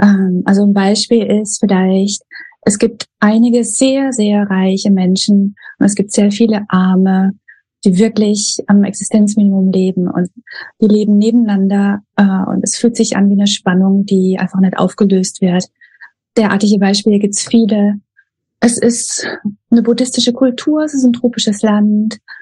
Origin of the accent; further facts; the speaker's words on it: Baden-Württemberg, Germany; moved away as an adult; now in Cambodia; Ich komme aus dem Süden Deutschlands, bei Bruchsal bin ich groß geworden